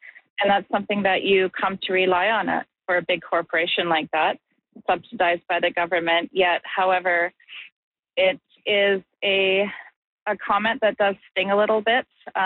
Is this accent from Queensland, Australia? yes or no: yes; Queensland, Australia; I grew up on the Sunshine Coast. It's my home. I have friends, family there.